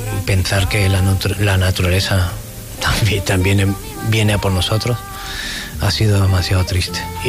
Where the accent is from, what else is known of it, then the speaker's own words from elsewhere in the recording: Venezuela; moved away; somos el país con la mayor reserva de petróleo en el mundo